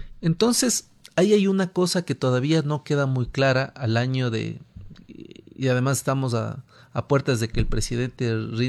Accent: Ecuador; como ecuatorianos y ecuatorianas.

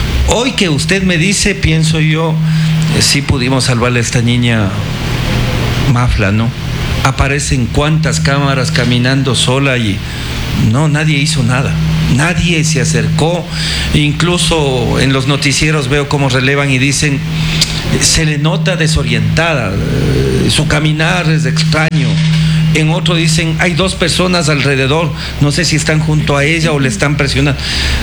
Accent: Ecuador; quienes como ecuatorianos vivimos en este país

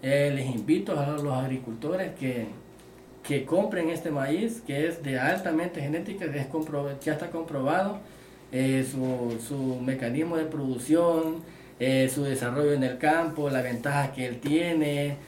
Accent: El Salvador; yo siento que como salvadoreños y agricultores que tenemos en el campo

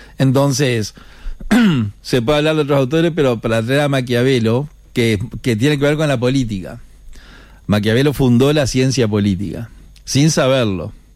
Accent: Paysandú, Uruguay; now in Costa de Oro, Uruguay; El Paso Guerrero, donde pasé casi toda mi infancia.

